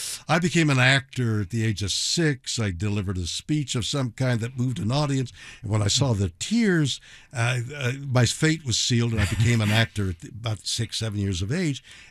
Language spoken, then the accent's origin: English; Montreal, Quebec, Canada; born there; Well, I was born in Montreal, French Canada, and there it's a very Catholic, it was in those years, very enclosed.